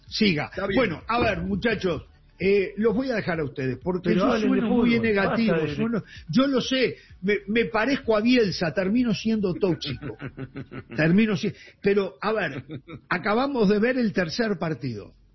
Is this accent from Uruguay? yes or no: yes; Uruguay; yo voy a hablar de mi pueblo, el uruguayo.